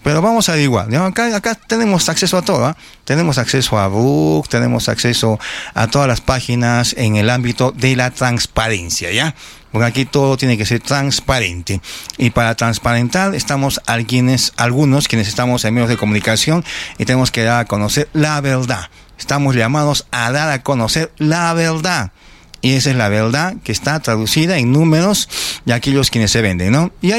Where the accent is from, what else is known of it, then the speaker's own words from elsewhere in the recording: Arequipa, Peru; Yo soy arequipeño